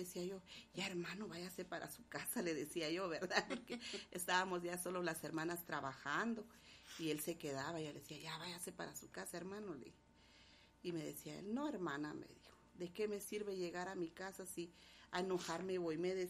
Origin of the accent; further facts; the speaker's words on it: Guatemala; como chapines que somos